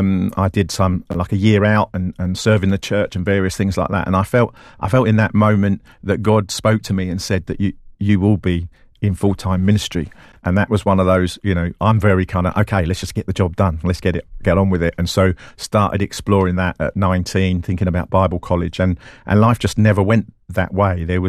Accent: Southend-on-Sea, East of England, United Kingdom; also born or lived in Walthamstow, London; we moved out into Essex kind of after that. And I grew up, my sort of memorable childhood, if you like, what I can remember, was in Southend-on-Sea in Essex. And that's a real cool, fun place to kind of grow up.

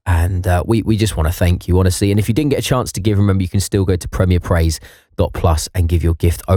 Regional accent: United Kingdom; I'm British.

